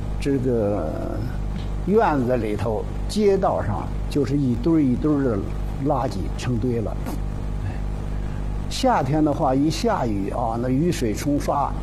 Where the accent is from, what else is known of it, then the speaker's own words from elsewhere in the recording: Zhangjiakou, Hebei, China; 我今年80岁了，打小呢就在这儿桥西区长大的，可以说是土生土长的桥西人。